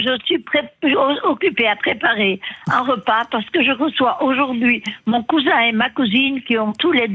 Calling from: Floreffe, Wallonia, Belgium; À Floreffe.

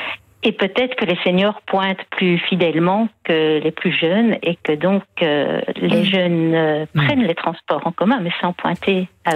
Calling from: Brussels, Brussels-Capital Region, Belgium; j'habite à Bruxelles

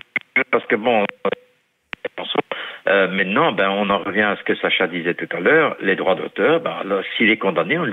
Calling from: France; moi ici, j'habite en France

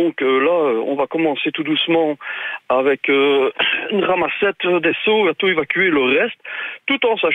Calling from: Charleroi, Wallonia, Belgium; Chez moi, j'habite sur Montigny-sur-Sambre.

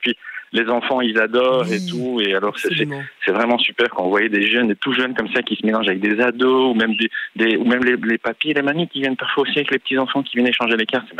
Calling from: Neder, France; la fête de la jeunesse qui était organisée chez nous à Neder

